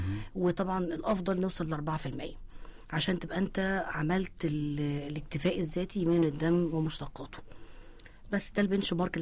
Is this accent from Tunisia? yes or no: no; Egypt; واحنا شعب مصري، احنا كشعب مصري احنا بنتميز بالعاطفه